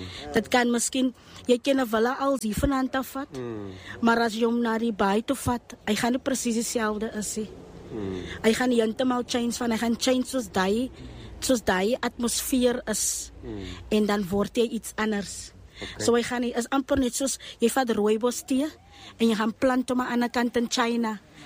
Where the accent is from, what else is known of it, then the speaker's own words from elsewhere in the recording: Eastern Cape, South Africa; Ek is haar van Kobega, Ooskaap. Ja, ek kom waar van Antaf.